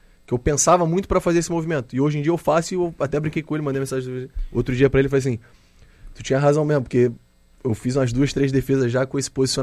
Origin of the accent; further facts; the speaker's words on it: Rio de Janeiro, Brazil; Eu como cresci no Rio